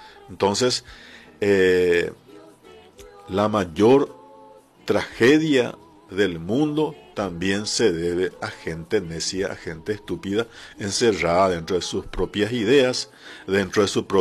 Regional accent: Paraguay

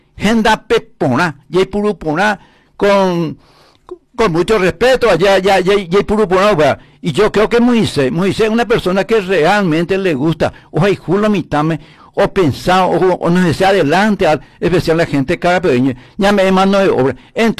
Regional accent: Paraguay; acá no tenemos que pensar un poco como paraguayo humanitariamente

